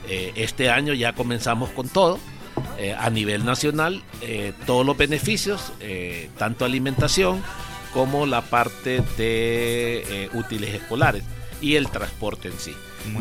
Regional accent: Comayagua, Honduras; moved away as an adult; yo soy foráneo, soy de Comayagua

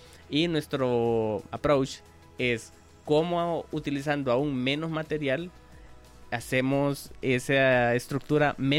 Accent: Honduras; desde mi perspectiva como docente y como hondureño

